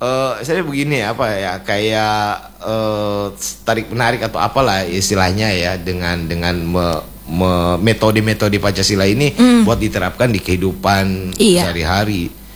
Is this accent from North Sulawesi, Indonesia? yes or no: yes; Sangihe, North Sulawesi, Indonesia; Orang Sangir.